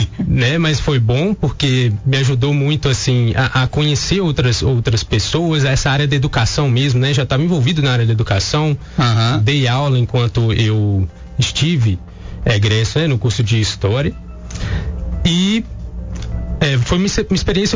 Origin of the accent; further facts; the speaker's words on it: Coronel Fabriciano, Minas Gerais, Brazil; é nascido e criado aqui no Vale do Aço, né? Nasci aqui em Coronel Fabriciano.